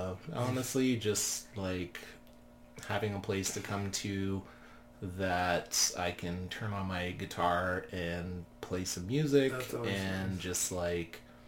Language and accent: English; Regina, Saskatchewan, Canada; now in Penticton, Canada; And I'm from Regina originally. I lived there for a long time, and of course that has like a pretty bad rap for being a crappy city. And it kind of is a crappy city